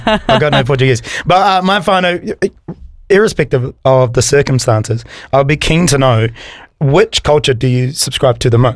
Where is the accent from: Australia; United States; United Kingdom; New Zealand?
Australia; moved away; I was born in Australia, so for the most time I was in Australia, but being Māori, I was always confused for being Indigenous Australian.